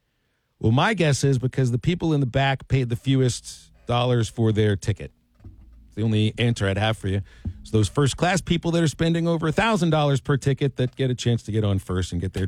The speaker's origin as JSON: {"language": "English", "town": "Pittsburgh", "region": "Pennsylvania", "country": "United States", "said": "I was from Pittsburgh"}